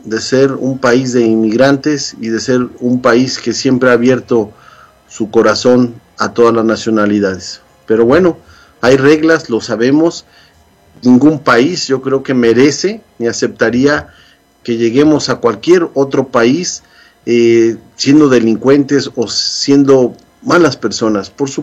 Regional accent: Mexico; now in United States; como latinoamericano, como mexicano, como paisanos

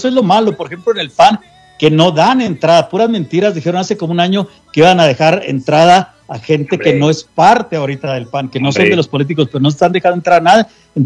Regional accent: Chihuahua, Mexico; A Ariadna Montiel, que es de Chihuahua, desafortunadamente anda poniendo muy mal el nombre de mi tierra.

